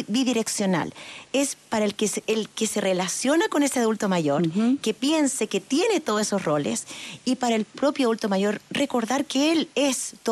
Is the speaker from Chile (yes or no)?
yes; Chile; nosotros en Chile